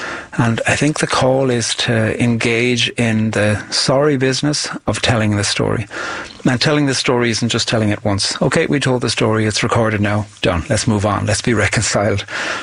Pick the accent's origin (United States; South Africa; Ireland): Ireland; I'm from Ireland and I'm a poet.